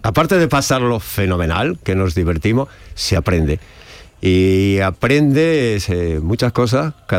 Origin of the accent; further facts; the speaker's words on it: Aranda de Duero, Castile and León, Spain; Yo de niño cantaba, me acuerdo, en una escolanía de mi tierra. Yo soy de Burgos, de Aranda de Duero, y ahí había una escolanía, cantaba, ¿no?